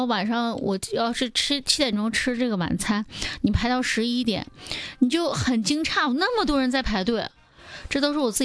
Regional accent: Northeast China, China; 他们的口味是很符合我们东北人，就喜欢吃偏咸这样的一点的

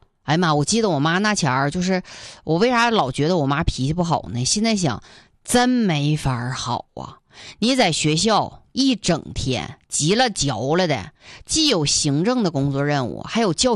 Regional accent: Dunhua, Jilin, China; 是我老家原来搁那个江东啊，俺家敦化的，搁敦化那个江东

